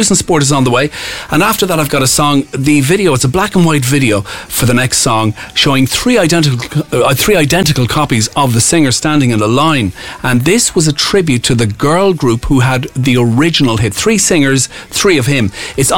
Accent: Galway, Connacht, Ireland; I'm a Galwegian myself

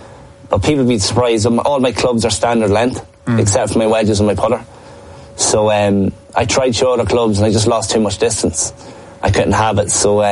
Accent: Dundalk, Leinster, Ireland; You said I'm from Dundalk. I'm from Loud Village. Okay. It's a very, very small community. And it's an extremely supportive village.

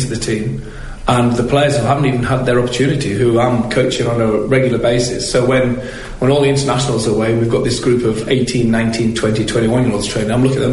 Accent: Yorkshire and the Humber, United Kingdom; moved away as an adult; now in Dublin, Ireland; I'm from Yorkshire

